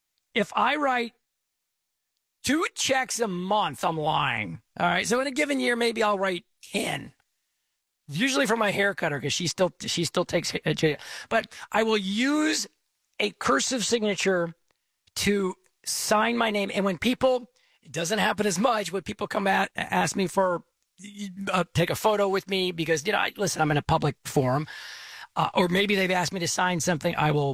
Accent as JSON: {"language": "English", "region": "Texas", "country": "United States", "said": "I am from Texas. I am based in Texas."}